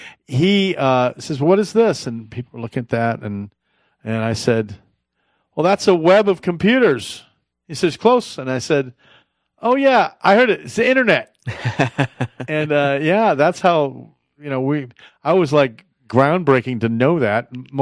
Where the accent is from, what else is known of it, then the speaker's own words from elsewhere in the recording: San Bernardino, California, United States; So I grew up in the San Bernardino Unified School District, and I went to Cal State Fullerton and also went to Cal State San Bernardino, San Bernardino Valley College, San Bernardino High School